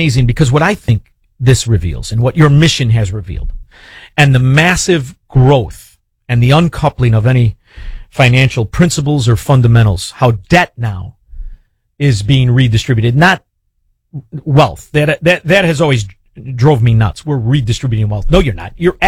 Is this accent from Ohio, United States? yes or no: no; Chicago, Illinois, United States; Well, I'm from Chicago